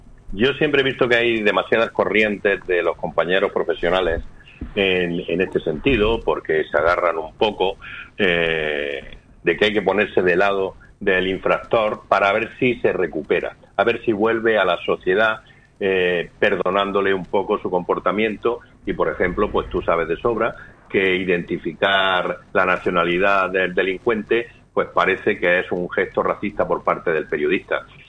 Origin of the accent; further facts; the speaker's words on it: El Ejido, Andalusia, Spain; Sí, sí, soy un ciudadano de Elegido que comparto mi ciudadanía como elegidense con 35.000 árabes.